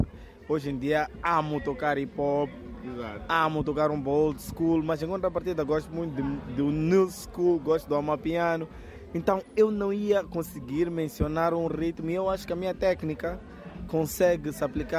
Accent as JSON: {"language": "Portuguese", "region": "Maputo", "country": "Mozambique", "said": "sendo que sou de Maputo."}